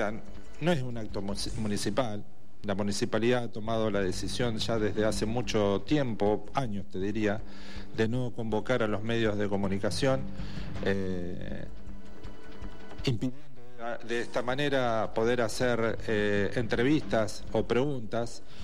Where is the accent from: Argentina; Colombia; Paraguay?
Argentina; Cañuelas, Buenos Aires Province; Esta obra que también esperamos los cañuelenses que se pudiera realizar